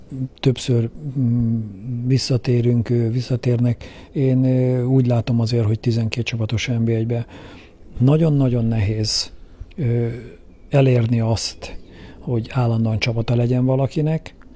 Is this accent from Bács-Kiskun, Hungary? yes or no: yes; Kecskemét, Bács-Kiskun, Hungary; nem csak azért, mert itt születtem, ugye a városközpontban, itt nőttem fel az egyik városrészben, ugye a Széchenyi városba